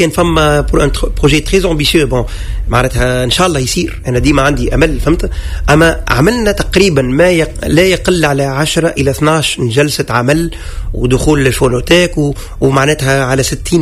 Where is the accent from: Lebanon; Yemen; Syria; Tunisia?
Tunisia; وانا دونك من تونس